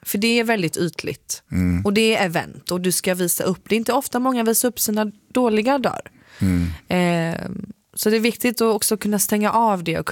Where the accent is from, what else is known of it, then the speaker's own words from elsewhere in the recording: Skillingaryd, Jönköping County, Sweden; Jag är från Skillingaryd, en liten stad där utanför Jönköping.